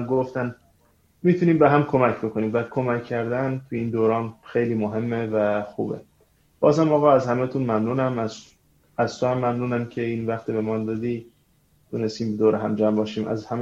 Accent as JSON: {"language": "Persian", "country": "Iran", "said": "من طولانی که دور از ایرانم"}